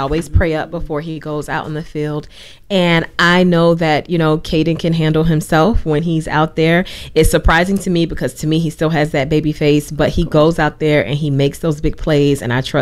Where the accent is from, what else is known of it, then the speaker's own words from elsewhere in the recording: Brunswick, Georgia, United States; born there; also born or lived in New Jersey; I was born in Brunswick, Georgia. I'm a military child, so I have lived a little bit of everywhere. I finished high school in New Jersey.